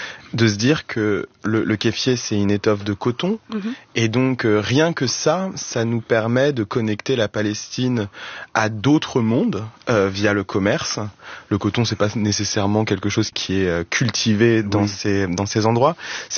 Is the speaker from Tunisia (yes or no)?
yes; Tunisia; Je suis tunisien